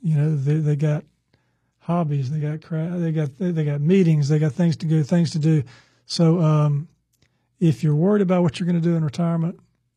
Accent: Chapel Hill, North Carolina, United States; born there; I was born in Chapel Hill, lived here 1 year.

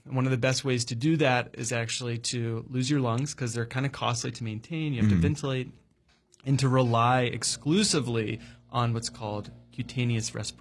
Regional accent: North Carolina, United States; I'd spent my life growing up in the North Carolina mountains and hadn't really seen that many.

